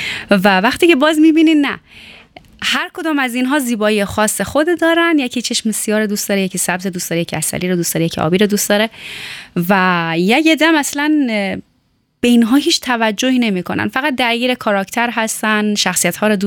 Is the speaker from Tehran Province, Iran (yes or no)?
yes; Tehran, Tehran Province, Iran; born or raised there